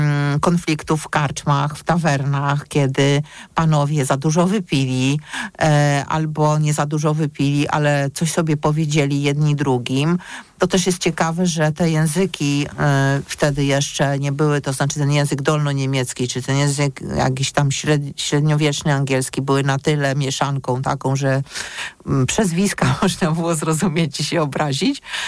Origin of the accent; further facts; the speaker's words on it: Gdańsk, Pomeranian Voivodeship, Poland; nie dlatego, że jestem z Gdańska